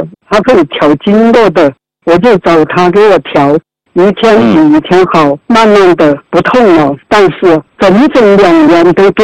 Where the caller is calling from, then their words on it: Suining, Sichuan, China; 我是来自四川肃宁的一位学员。